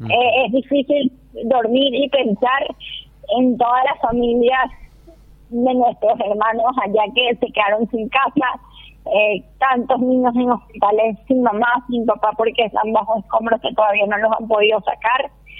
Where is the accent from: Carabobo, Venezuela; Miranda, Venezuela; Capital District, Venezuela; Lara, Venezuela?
Lara, Venezuela; Barquisimeto; now in Paraguay; yo no soy de Caracas, soy de una ciudad del interior que es como decir Ciudad del Este, Asunción. Mi ciudad se llama Barquisimeto y estamos a 5 horas de Caracas